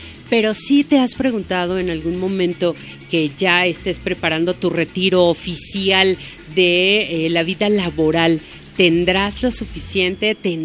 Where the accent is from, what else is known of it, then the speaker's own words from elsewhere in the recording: Mexico; muy pocos somos los mexicanos